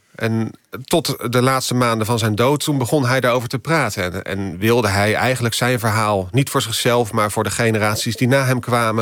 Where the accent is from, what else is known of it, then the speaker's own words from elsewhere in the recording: Netherlands; ik kom uit Nederland.